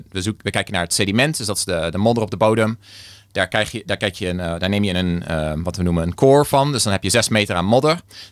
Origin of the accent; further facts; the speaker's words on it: northern Netherlands, Netherlands; hier in het waar ik vandaan kom in het Hoge Noorden